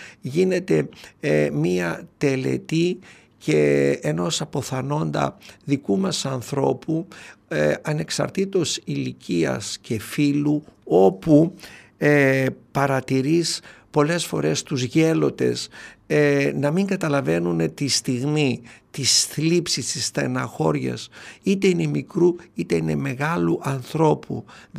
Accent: Doirani, Central Macedonia, Greece; εκεί στο χωριό μου το ακριτικό, το ιστορικό, την Δοϊράνη

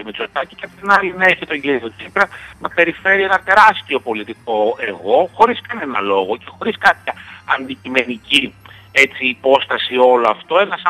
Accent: Eleftherio-Kordelio, Central Macedonia, Greece; μεγαλώνοντας στο Ελευθέριο Κορδελιό.

